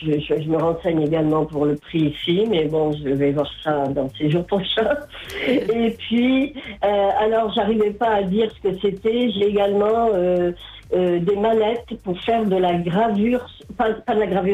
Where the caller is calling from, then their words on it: Nouméa, South Province, New Caledonia; je suis sur Nouméa.